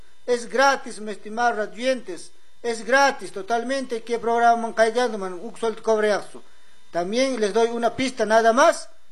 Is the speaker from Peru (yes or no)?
yes; Mancos, Ancash, Peru; Yo soy de Mancos, mamita linda, un curandero, mamita linda, veterano, ¿eh? Recorriendo Costa Sierra Selva.